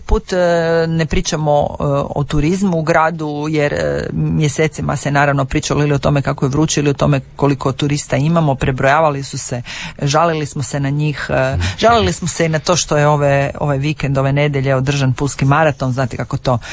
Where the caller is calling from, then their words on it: Pula, Istria County, Croatia; Pa evo, kod nas u Puli sunce se onako skriva iza oblaka